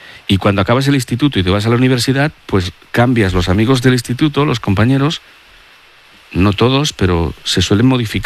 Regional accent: Catalonia, Spain; Los catalanes somos amigos.

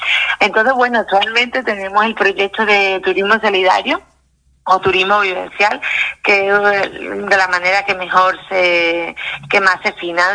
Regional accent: Villafranca de los Barros, Extremadura, Spain; moved away as an adult; now in Tanzania; ahora mismo estoy aquí en Extremadura, sí, en Villafranca. Yo soy de Villafranca de los Barros, pero bueno, tengo que decir que paso mucha parte de mi vida en Tanzania.

